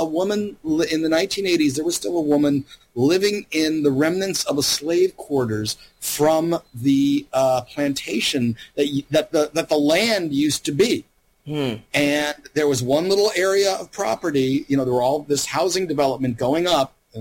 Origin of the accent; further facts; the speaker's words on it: Louisiana, United States; I grew up mostly in Louisiana.